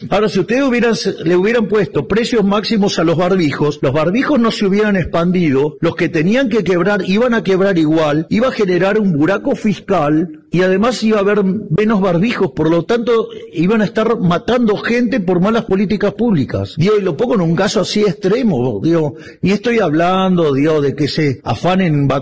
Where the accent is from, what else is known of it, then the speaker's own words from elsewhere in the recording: Argentina; Si como argentinos admiramos tanto a Borges